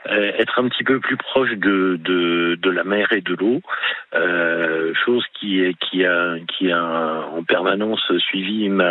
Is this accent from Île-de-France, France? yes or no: yes; Palaiseau, Île-de-France, France; born there; now in Moselle, France; Moi, je suis d'origine en région parisienne.